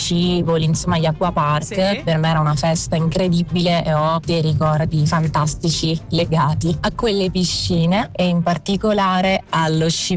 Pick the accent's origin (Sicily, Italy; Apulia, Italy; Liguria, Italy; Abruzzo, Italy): Sicily, Italy; Syracuse; now in Reggio Emilia, Italy; vivo a Reggio Emilia, quindi le piscine ormai sono all'ordine del giorno, ma sono di Siracusa, quindi da bambina si andava al mare.